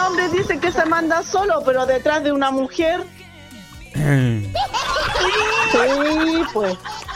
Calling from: Cusco, Peru; Acá del Cusco, soy la señora de Gustavo.

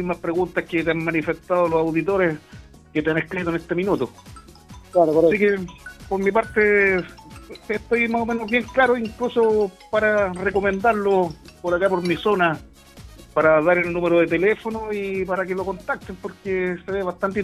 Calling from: San Fernando, Chile; Yo soy de acá de San Fernando

